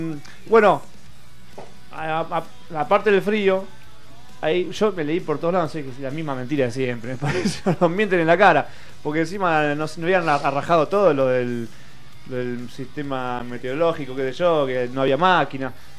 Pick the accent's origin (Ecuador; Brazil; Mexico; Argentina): Argentina